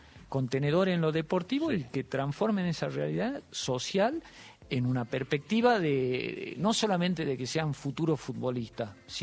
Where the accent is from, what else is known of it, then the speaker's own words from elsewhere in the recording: Argentina; nos está pasando como argentinos.